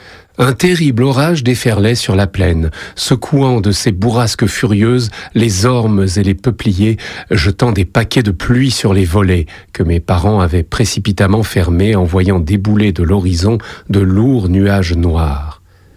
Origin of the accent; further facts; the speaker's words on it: Île-de-France, France; born there; now in Périgueux, France; je suis né en 1970 dans le Val d'Oise. Après avoir vécu dans différents pays et pratiqué différents métiers, je me suis installé à Périgueux en 2023